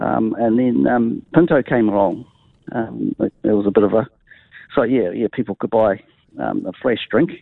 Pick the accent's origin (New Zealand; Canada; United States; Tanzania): New Zealand; Gisborne; born there; now in Porirua, New Zealand; I was a milk boy in Gisborne in the 1970s.